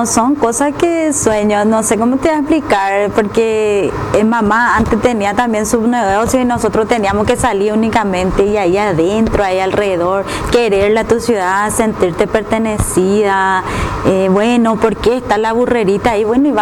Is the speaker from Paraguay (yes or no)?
yes; Lambaré, Central, Paraguay; born there; Mi abuela, mi mamá, mi papá, todos somos de Lambaré, prácticamente